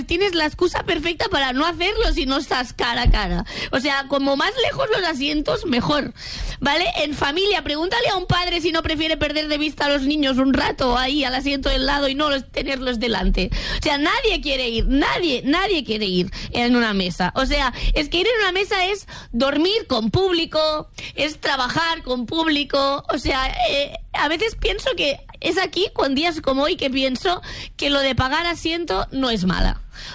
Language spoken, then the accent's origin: Spanish; Catalonia, Spain; como persona catalana esto me